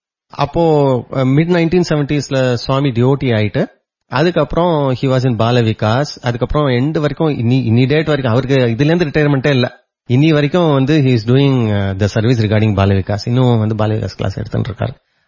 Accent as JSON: {"language": "Tamil", "town": "Chennai", "region": "Tamil Nadu", "country": "India", "tie": "born or raised there", "also_born_or_lived": "Madurai / Salem", "said": "நான் வந்து 1967 19 அக்டோபர் வந்து சென்னையில பிறந்தேன். அதுக்கப்புறம் வந்து மதுரை, சேலம், அகெயின் மதுரை, அப்புறம் சென்னை, இங்கதான் என்னோட லைஃபே நடந்தது 10th வரைக்கும்."}